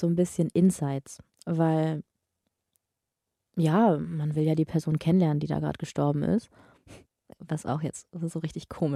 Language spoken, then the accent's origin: German; Oldenburg, Lower Saxony, Germany; ich komme ja aus Oldenburg